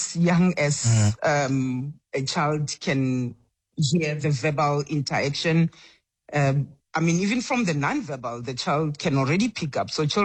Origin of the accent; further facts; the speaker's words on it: Atteridgeville, Gauteng, South Africa; first language Tsonga; because I went to a Babedi speaking school because of where we grew up in Attridgeville, and because the children knew that I was a Tsonga speaking individual